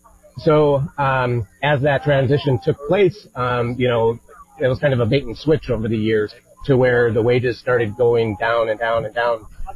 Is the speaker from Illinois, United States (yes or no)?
yes; Mount Prospect, Illinois, United States; So I grew up in Mount Prospect, and I've been living in the west suburbs for the past 20 years.